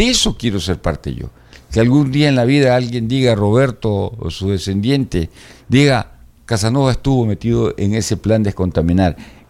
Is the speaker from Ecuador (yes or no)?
yes; Manabí, Ecuador; yo soy manabita, pues